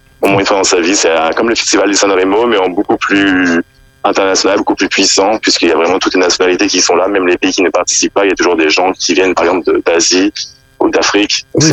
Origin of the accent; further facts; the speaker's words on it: France; Alors je suis français, d'origine italienne